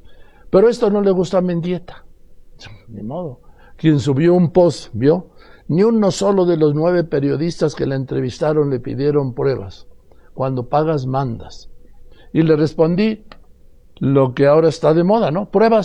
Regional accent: Madrid, Community of Madrid, Spain; born there; Entonces yo sí nací en Madrid.

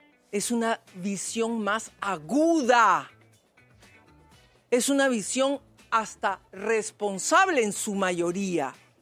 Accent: Peru

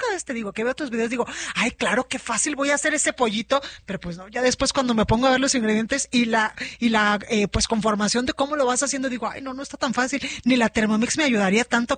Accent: Jalisco, Mexico; soy de Jalisco

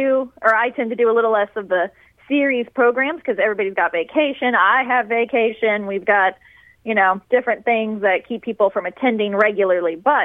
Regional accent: La Monte, Missouri, United States; I grew up in Lamont, graduated from there a few years ago.

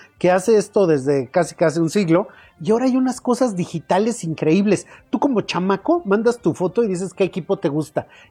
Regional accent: Mexico; los mexicanos

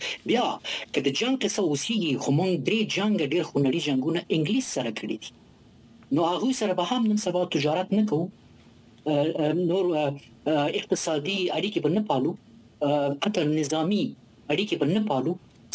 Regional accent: Afghanistan; زه د افغانستان یو بچه یم.

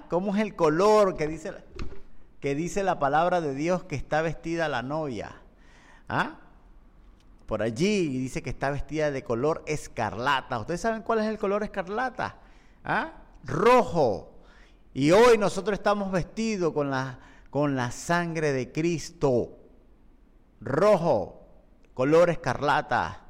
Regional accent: Venezuela; born there; moved away; Ella fue mi pastora en tiempos de mi adolescencia en Venezuela.

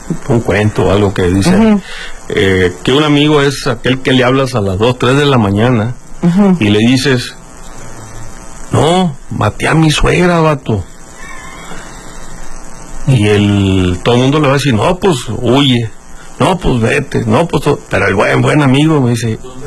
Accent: Navojoa, Sonora, Mexico; born there; now in Baja California Sur, Mexico; soy sonorense de nacimiento, de Navojoa, pero con calidad de exportación.

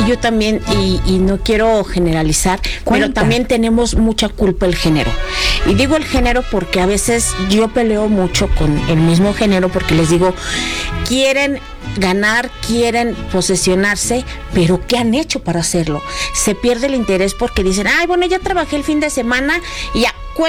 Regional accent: Mexico; hablabas de la responsabilidad que tenemos como mexicanos

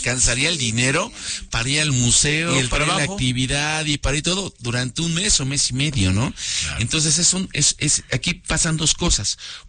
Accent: Mexico; los mexicanos pues tenemos unas vacaciones de verano

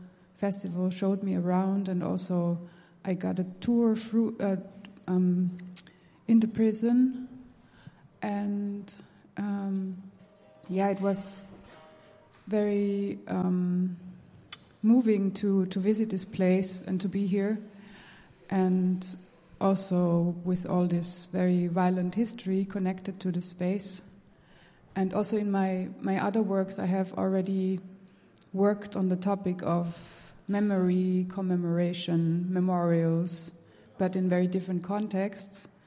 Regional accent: Vienna, Austria; I'm from Vienna.

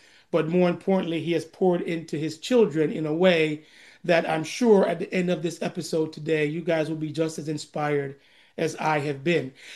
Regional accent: Jamaica; growing up in Jamaica myself

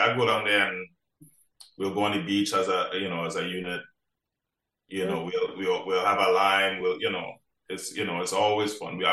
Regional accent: Marbella, Andalusia, Spain; born or raised there

